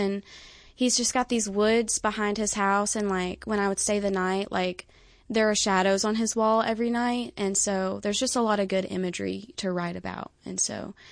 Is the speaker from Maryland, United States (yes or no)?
no; Decatur, Tennessee, United States; moved away as an adult; now in Chattanooga, United States; I'm originally from Decatur, Tennessee, so that's about an hour north of Chattanooga. I lived there since I was 5 days old until 2018, and I've been living in Chattanooga since 2018.